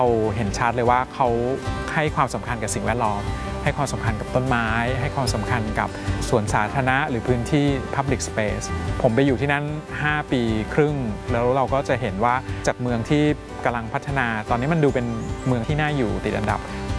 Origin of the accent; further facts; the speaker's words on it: Bangkok, Thailand; ผมก็เป็นคนที่ชอบวาดรูปแต่เด็กเราเองก็เติบโตในเมืองในกรุงเทพที่มันมีปัญหาอยู่เยอะเจอน้ำท่วมเดินลุยน้ำรถติดไปเรียน2ชั่วโมง